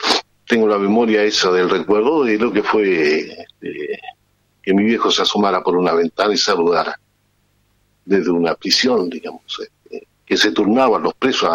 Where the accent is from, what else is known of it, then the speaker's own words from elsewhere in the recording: Chile; now in Argentina; yo soy chileno, pero también soy argentino. Me considero así, personalmente, íntimamente, además, con dos patrias.